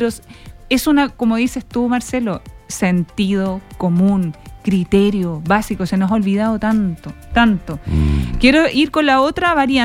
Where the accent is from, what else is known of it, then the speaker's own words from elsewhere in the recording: Valparaíso, Chile; Yo crecí en Playa Ancha, es uno de los cerros más duros que hay.